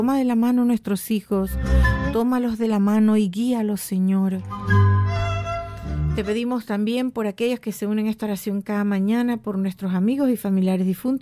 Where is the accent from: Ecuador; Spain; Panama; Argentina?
Panama; Monagrillo, Herrera; born there; las patronales de mi pueblo, hermoso, mi pueblito, mi tierrita hermosa, Monagrillo